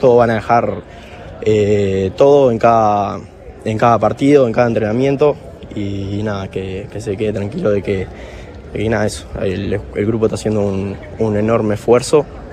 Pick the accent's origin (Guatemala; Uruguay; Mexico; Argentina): Uruguay; Montevideo; No, soy de Montevideo.